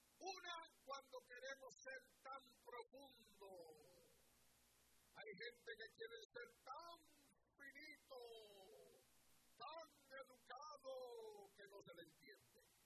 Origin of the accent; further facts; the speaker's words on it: Puerto Rico; moved away; ¿Sabía usted, amados hermanos, aleluya, que cuando yo vine de Puerto Rico yo no hablaba como hablo ahora? Que como todo buen puertorriqueño, la L y la R la confundía.